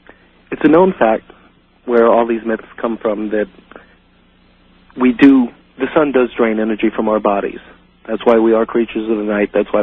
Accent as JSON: {"language": "English", "town": "New Orleans", "region": "Louisiana", "country": "United States", "lives_now": "Florida, United States", "said": "Precisely that I'm from New Orleans, Louisiana. I'm calling from Florida right now."}